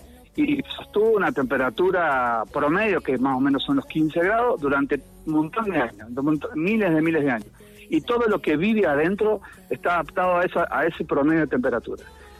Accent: Mendoza, Argentina; como mendocino, como aldearense

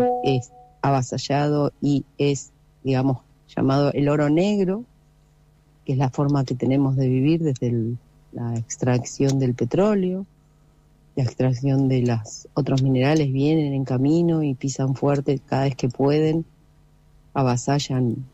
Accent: Comodoro Rivadavia, Chubut, Argentina; yo soy de Pujolil, pero no soy de Sarmiento. Soy de Comodoro Rivadavia.

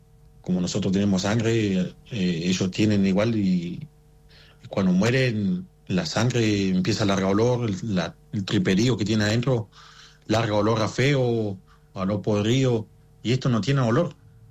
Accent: Río Mayo, Chubut, Argentina; Yo soy de acá de Río Mayo. Bueno

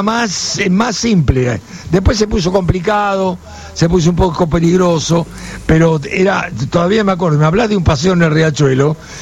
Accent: San Telmo, Buenos Aires, Argentina; born there; Te voy a ser honesto, yo soy muy antiguo, y además nací en San Telmo. Mira. Nací en una casona vieja de San Telmo, así que todo conozco por ahí.

